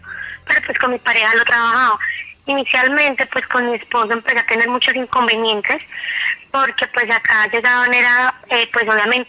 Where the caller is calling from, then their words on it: Duitama, Boyacá, Colombia; Yo estoy acá en Duitama, Boyacá.